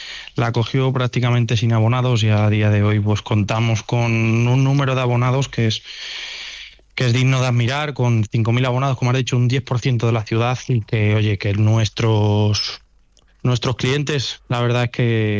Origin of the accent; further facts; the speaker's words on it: Fuenlabrada, Community of Madrid, Spain; Mi padre se siente conquense, nosotros somos madrileños, somos de Fuenlabrada, pero llevamos tantísimos años en Cuenca que nos sentimos conquenses.